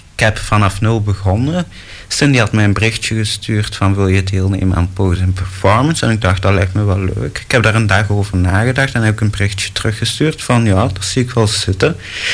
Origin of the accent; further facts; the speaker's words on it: Retie, Flanders, Belgium; Ik kom uit Reti, provincie Antwerpen.